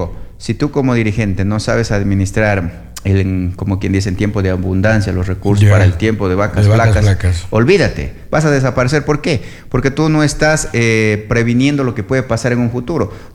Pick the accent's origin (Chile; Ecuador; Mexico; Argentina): Ecuador; nosotros, como fútbol ecuatoriano